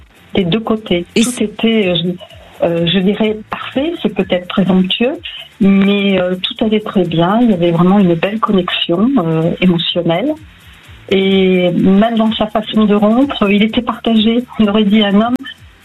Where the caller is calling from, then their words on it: Marseille, Provence-Alpes-Côte d'Azur, France; Alors, je vous appelle de Marseille.